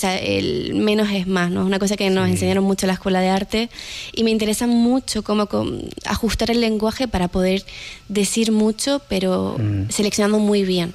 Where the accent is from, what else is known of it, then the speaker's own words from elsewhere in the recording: Lanzarote, Canary Islands, Spain; moved away as an adult; also born or lived in Madrid; mi vuelta a la isla de Lanzarote, ¿no? Yo estuve 9 años fuera, y regresar al lugar de donde naciste y creciste